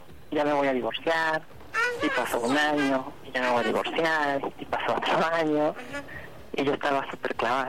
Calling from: Torreón, State of Mexico, Mexico; Tengo 30 y soy del Estado de México, Torreón

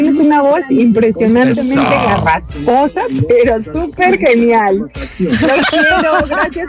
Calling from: Guadalajara, Jalisco, Mexico; Soy de Guadalajara.

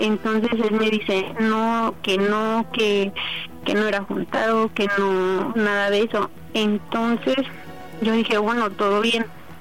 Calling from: State of Mexico, Mexico; Tengo 32 años y soy del Estado de México.

